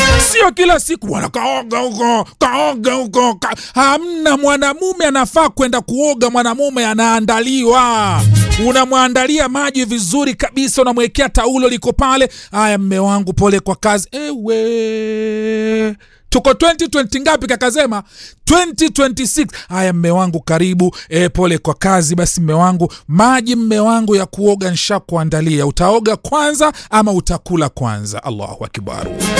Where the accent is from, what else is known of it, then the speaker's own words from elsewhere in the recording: Tanga, Tanga Region, Tanzania; Kule kwetu Tanga